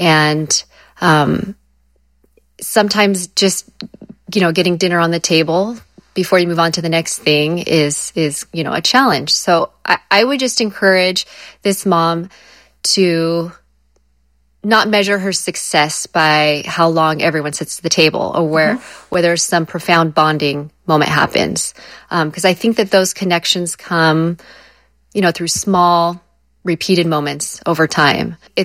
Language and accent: English; California, United States; I'm from Southern California.